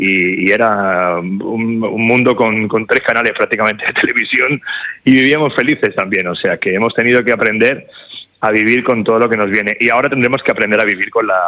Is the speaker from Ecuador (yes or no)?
no; Barcelona, Catalonia, Spain; born there; no soy murciano, no tengo sangre murciana, la tengo de Andalucía, yo nací en Barcelona.